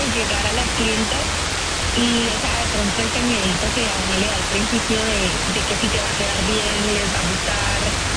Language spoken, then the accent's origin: Spanish; Santander, Colombia; Santander.